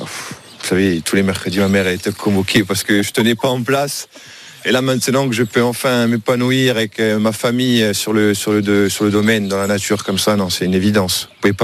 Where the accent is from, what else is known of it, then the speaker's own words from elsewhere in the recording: Oletta, Corsica, France; Alors nous … on vient tous d'Aulette. On habite là depuis toujours. Moi, je suis né ici. Mon père est né ici. Il est né dans la maison dans laquelle j'habite d'ailleurs.